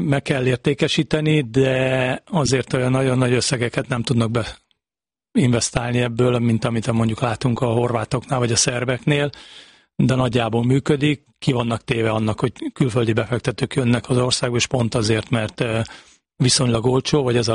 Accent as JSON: {"language": "Hungarian", "town": "Oroszlány", "region": "Komárom-Esztergom", "country": "Hungary", "tie": "born there", "said": "amikor én születtem, oroszlányon születtem, úgyhogy ez egy kisváros, nem is volt nagyon-nagyon más variáció."}